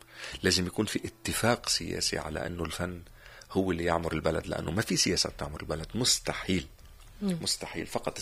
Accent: Lebanon; ما عندنا بلبنان في مناطق حلوه كمان

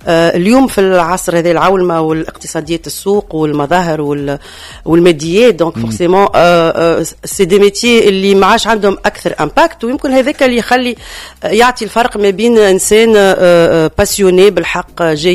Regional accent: La Goulette, Tunis Governorate, Tunisia; نتفكر البحر خيار الدين وحلق الواد والجو في البونليونور الكل اللي هي حومتي، البريكه، سيدي بوسعيد

